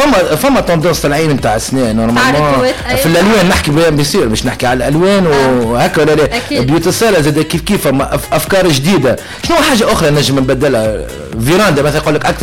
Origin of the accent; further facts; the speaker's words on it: Bizerte Governorate, Tunisia; انا منزل بنزرت انا بنزرت